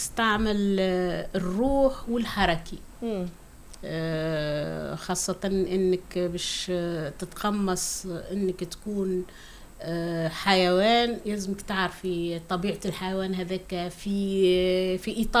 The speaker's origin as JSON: {"language": "Arabic", "region": "southern Tunisia", "country": "Tunisia", "said": "أنا أصلي من الجنوب"}